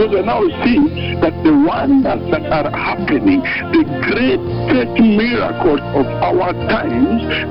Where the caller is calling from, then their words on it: Nairobi, Kenya; and I'm calling you from Lainesaba Altar over here in Nairobi.